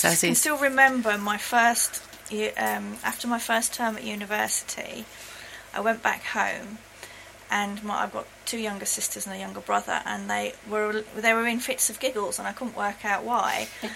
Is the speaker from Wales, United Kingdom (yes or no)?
no; West Midlands, United Kingdom; accent: Brummie; now in London, United Kingdom; So, yeah, I've lived in London, though, nearly 30 years, I think it is. So I've lost a large part of my Brummie accent, if you like, yeah, that I used to have